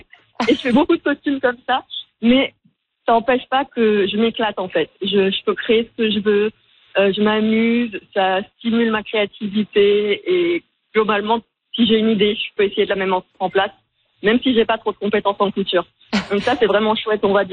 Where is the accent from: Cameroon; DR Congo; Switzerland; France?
France; now in Canada; comme je suis française, installée au Canada, je voulais que mon personnage représente un peu cette identité française-là